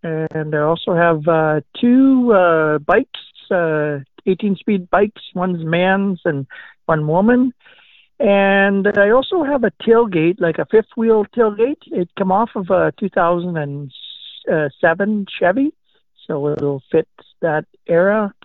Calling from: Manitoba, Canada; From the Portage area.

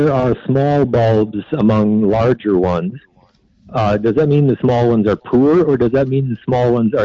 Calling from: Steinbach, Manitoba, Canada; I'm calling from Steinbach, and I have a question about tulips.

